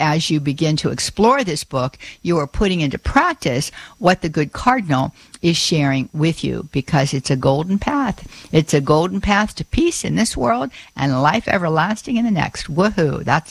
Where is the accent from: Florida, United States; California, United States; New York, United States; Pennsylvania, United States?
Pennsylvania, United States; I born and raised in that general area. I wasn't born and raised in Braddock, but went to school there.